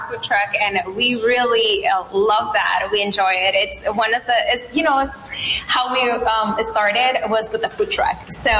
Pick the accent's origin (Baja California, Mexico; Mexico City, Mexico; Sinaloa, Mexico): Sinaloa, Mexico; now in Yuma, United States